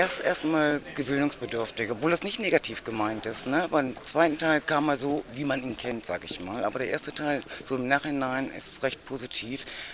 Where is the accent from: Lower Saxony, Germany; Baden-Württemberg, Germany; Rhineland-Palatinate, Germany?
Lower Saxony, Germany; Willershausen; Ich komme aus dem Raum Kahlefeld, Ortschaft Willershausen.